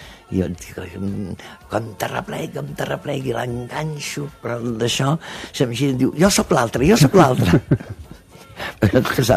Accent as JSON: {"language": "Catalan", "region": "Catalonia", "country": "Spain"}